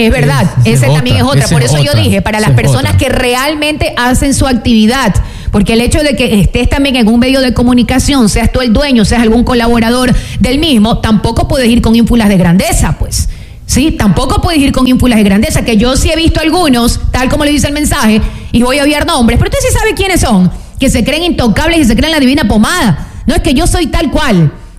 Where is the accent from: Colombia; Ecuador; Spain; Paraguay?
Ecuador; aquí, como buenos ecuatorianos